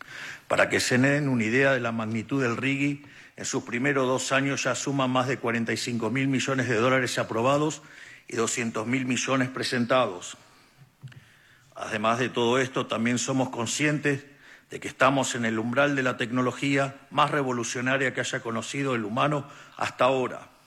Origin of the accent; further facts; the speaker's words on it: Argentina; Desde Argentina